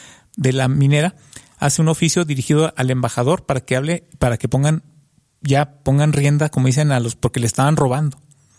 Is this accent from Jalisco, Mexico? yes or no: no; Durango, Mexico